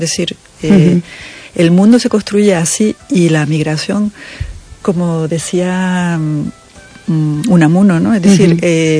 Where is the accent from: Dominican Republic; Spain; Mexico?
Spain; Yo desde luego como española me siento muy, muy orgullosa de que en mi país haya gente así en la historia